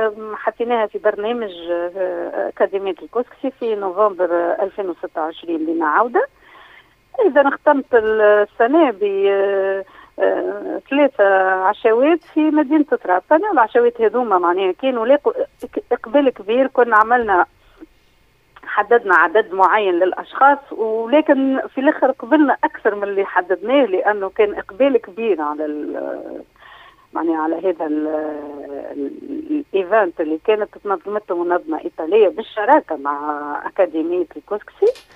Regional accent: Tunisia

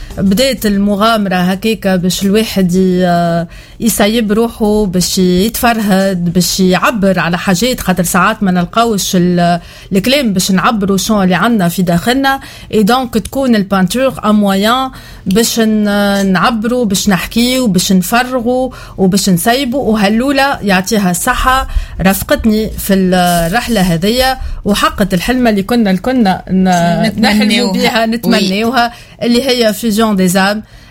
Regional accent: Djerba, Medenine, Tunisia; انا من جربه.

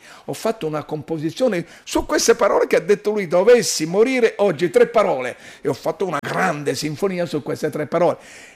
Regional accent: Sicily, Italy; Mare, sono siciliano quindi il mare.

